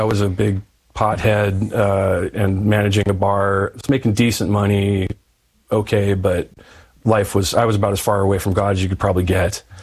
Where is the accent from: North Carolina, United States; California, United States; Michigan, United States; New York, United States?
California, United States; I grew up in the San Bernardino Mountains in Southern California, and I'd moved to San Diego and I was working as a bar manager there.